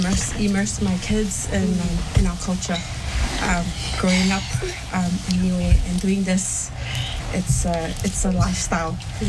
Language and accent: English; Niue; moved away; So doing this, being amongst those you knew growing up in Niue, and now them kind of experiencing this here, and also making new friends.